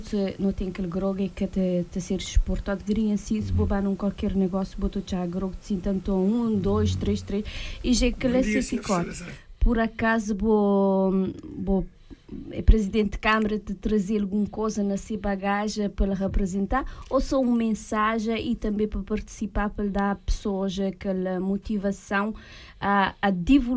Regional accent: Cape Verde; E esse é um apelo que me te pedi de mim como cabo-verdiana

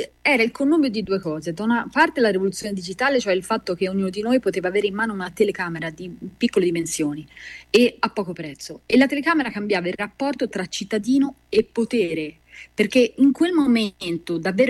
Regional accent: Prato, Tuscany, Italy; Io sono di Prato

